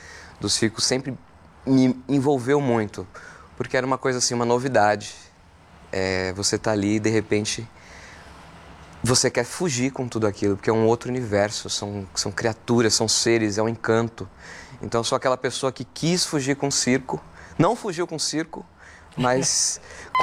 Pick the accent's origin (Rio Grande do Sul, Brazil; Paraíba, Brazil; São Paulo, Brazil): São Paulo, Brazil; Sou do Campo Limpo, Santo Amaro.